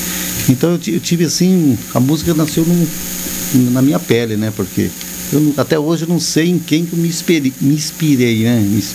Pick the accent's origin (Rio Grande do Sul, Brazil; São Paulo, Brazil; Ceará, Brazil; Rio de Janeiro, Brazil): Rio Grande do Sul, Brazil; born there; eu nasci no Rio Grande do Sul